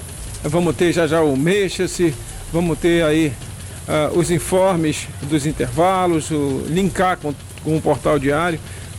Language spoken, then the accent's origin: Portuguese; Serra do Navio, Amapá, Brazil; moved away; O programa Ponto de Encontro marcou um encontro com a terra do manganês, minha cidade natal.